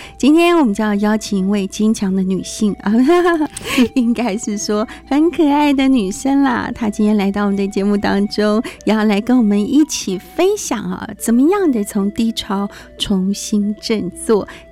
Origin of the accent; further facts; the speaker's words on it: China; 好，我们中国人都含蓄嘛。